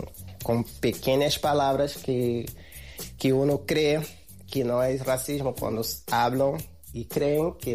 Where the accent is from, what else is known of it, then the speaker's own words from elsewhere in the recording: Rio de Janeiro, Brazil; moved away as an adult; now in Argentina; vengo de Brasil, Rio de Janeiro. Tengo 41 años y estoy acá más o menos unos 9 años en Argentina.